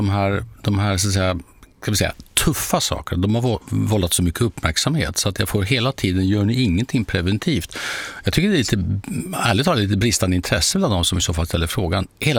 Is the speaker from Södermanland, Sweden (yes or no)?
yes; Eskilstuna, Södermanland, Sweden; moved away; Jag var i min gamla hemstad Eskilstuna här om veckan.